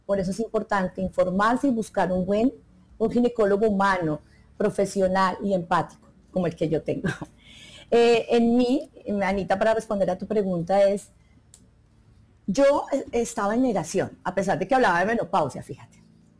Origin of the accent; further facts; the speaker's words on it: Los Llanos, Colombia; soy llanera, vivo en tierra caliente